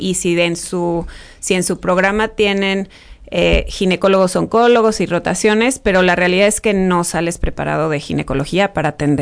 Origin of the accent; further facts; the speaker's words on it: San Luis Potosí, Mexico; Por ejemplo, yo crecí en San Luis Potosí, ¿no? Ahí estudié medicina y luego ya emprendí mi larga carrera, ¿no?